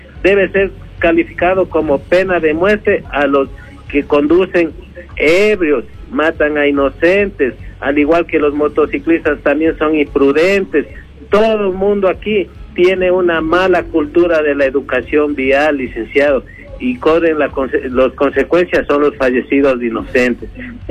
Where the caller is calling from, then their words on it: Ecuador; yo no soy gringo ni de otro país, pero la idiosincrasia del ecuatoriano es esa.